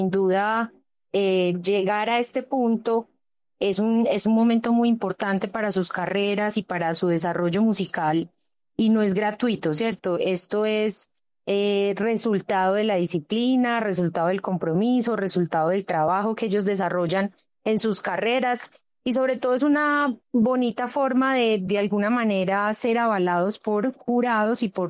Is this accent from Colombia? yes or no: yes; Colombia; la identidad que tenemos como colombianos